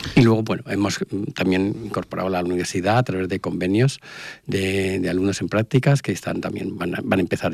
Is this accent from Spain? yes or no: yes; Barcelona, Catalonia, Spain; also born or lived in Valencia / Huelva; now in Cádiz, Spain; Crecí en Barcelona.